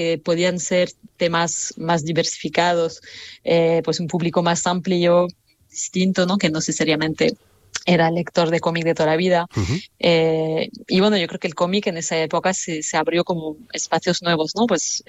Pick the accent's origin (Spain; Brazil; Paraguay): Spain; Bilbao, Basque Country; ¿cómo se ve que soy de Bilbao y tal?